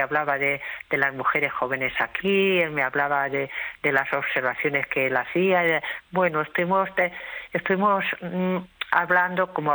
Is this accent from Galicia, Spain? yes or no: no; Badalona, Catalonia, Spain; yo volví a Badalona, yo soy de Badalona, pero he estado muchos años viviendo fuera de Badalona